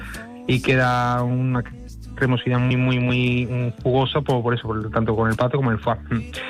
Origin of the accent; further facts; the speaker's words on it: Córdoba, Andalusia, Spain; somos de Córdoba